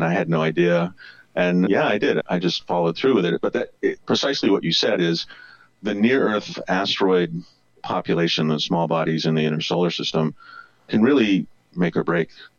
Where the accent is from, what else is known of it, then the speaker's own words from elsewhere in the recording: Wawanesa, Manitoba, Canada; I'm originally from Canada. I grew up in a very small town of 500 people, a small town about 120 miles due west of Winnipeg, Manitoba, a place called Wawanisa.